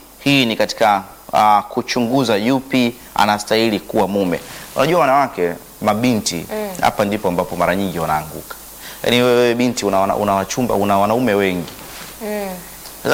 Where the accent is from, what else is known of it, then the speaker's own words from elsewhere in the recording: Songea, Ruvuma, Tanzania; moved away; Kule kwetu Songea wanasema mpaka Liamba.